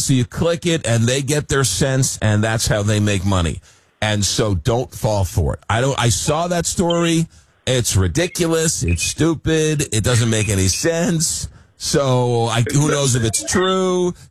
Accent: New York, United States; I grew up in New York as a Met fan

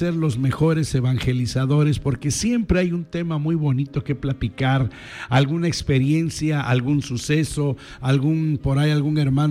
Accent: Mexico; Yo sé que a lo mejor como buen mexicano dejamos todo a lo último

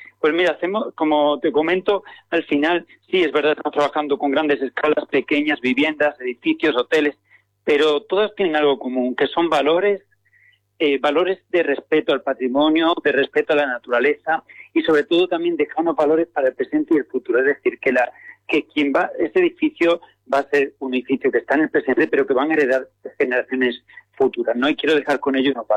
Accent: Palma del Río, Andalusia, Spain; now in Madrid, Spain; hablar con mi tierra, con mi pueblo

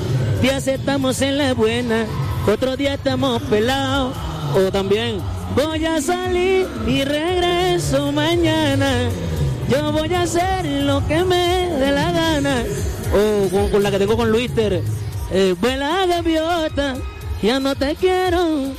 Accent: Santa Rosa, Bolívar, Colombia; Yo soy de Santa Rosa, un pueblo que está a 5 minutos de Cartagena.

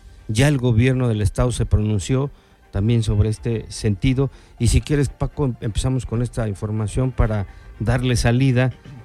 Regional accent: Mexico

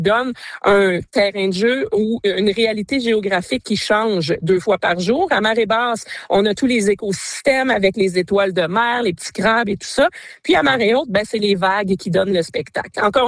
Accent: Quebec, Canada; chez moi, en Gaspésie

